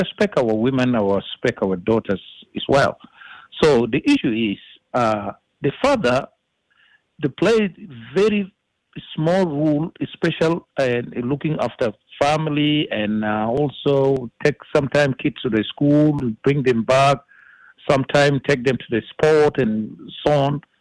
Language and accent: English; South Sudan; now in Australia; I'm from South Sudan as well.